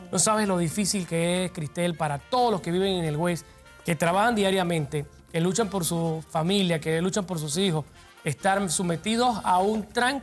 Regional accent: Panama; nosotros como pueblo panameño

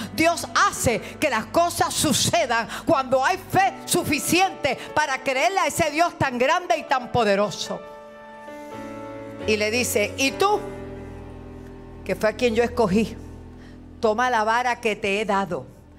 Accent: Puerto Rico; los boricuas somos la gente más trabajadora, somos la gente más sincera, más íntegra, la gente que produce. Los boricuas somos otra cosa porque somos de Dios.

